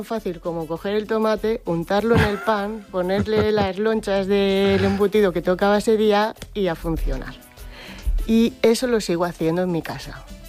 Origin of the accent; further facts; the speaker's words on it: Corbera de Llobregat, Catalonia, Spain; moved away as an adult; also born or lived in Edinburgh; yo soy de Corbera y Llobregat.